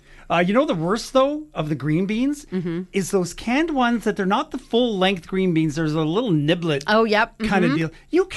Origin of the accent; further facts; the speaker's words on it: Ontario, Canada; I grew up in Northern Ontario.